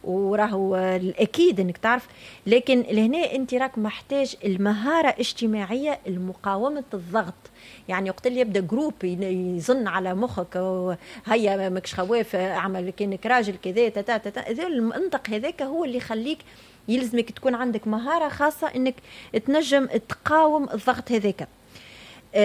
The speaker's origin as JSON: {"language": "Arabic", "country": "Tunisia"}